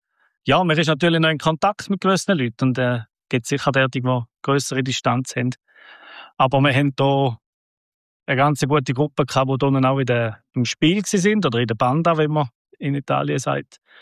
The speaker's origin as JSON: {"language": "German", "town": "Oberbüren", "region": "St. Gallen", "country": "Switzerland", "tie": "born or raised there", "said": "Ich komme aus Oberbüren. Das ist ein Dorf zwischen Gossau und Wil. Ich bin dort aufgewachsen"}